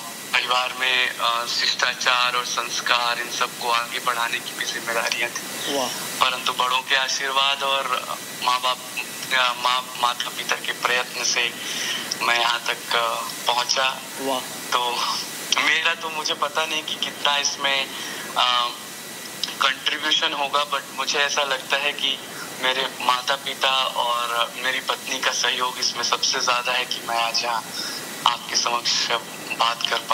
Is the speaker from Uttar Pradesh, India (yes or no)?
yes; Gorakhpur, Uttar Pradesh, India; moved away as an adult; now in Melbourne, Australia; मैं बेसिकली गोरखपुर का रहने वाला हूँ, जो उत्तर प्रदेश का पूर्वी क्षेत्र है